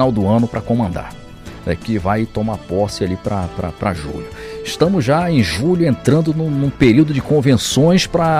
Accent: Entre Rios, Brazil; Boa noite, sou de Entre Rios

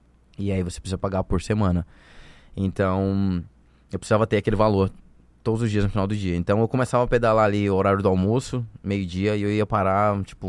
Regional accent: Roraima, Brazil; moved away as an adult; now in London, United Kingdom; como um bom brasileiro, Makuxi

